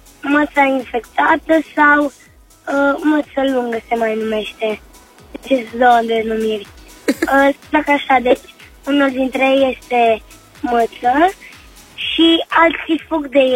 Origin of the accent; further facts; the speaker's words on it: Cluj-Napoca, Cluj County, Romania; sunt din Cluj și am 8 ani.